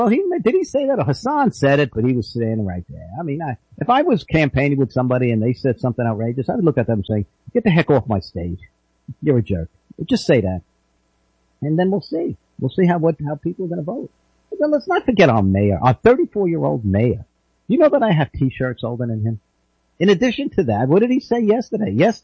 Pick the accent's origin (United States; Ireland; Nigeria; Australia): United States; I'm proud to stand with as an American.